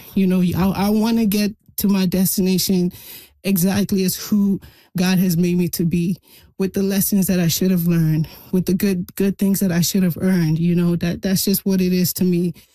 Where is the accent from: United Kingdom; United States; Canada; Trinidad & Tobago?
Canada; Regina, Saskatchewan; You know, Regina is my hometown. I love the prairies. We are who we are. You know, prairies raised this little Afro-pop girl over here.